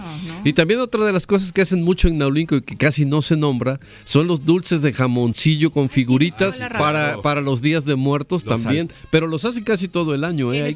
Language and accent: Spanish; Xico, Veracruz, Mexico; yo soy de Jico.